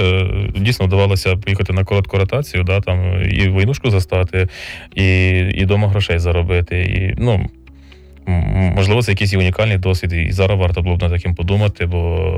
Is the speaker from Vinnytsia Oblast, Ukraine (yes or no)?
yes; Tulchyn, Vinnytsia Oblast, Ukraine; also born or lived in Kyiv / Lviv; now in Vinnytsia, Ukraine; я родом з міста Тульчина, і до того там кілька разів був в школі на екскурсіях, вчився в Києві, потім переїхав до Львова жити. Ну, а приїхав в Вінницю, відкрив клініку.